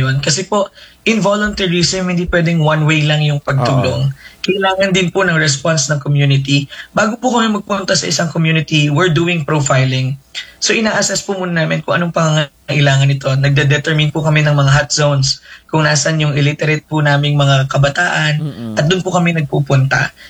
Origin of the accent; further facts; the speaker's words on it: Paete, Laguna, Philippines; ang bayan po ng Paete ay ang carving capital of the Philippines and arts capital of Laguna. Sobrang ganda po ng bayan namin